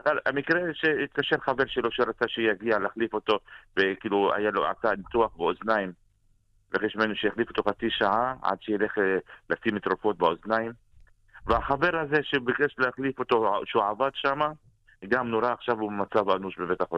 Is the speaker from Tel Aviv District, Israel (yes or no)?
no; Haifa, Haifa District, Israel; אנחנו, החיפאים המקוריים, מכירים אחד את השני